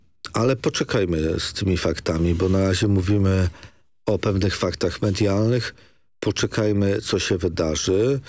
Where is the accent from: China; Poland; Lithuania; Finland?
Poland; Sopot, Pomeranian Voivodeship; jako Sopocianie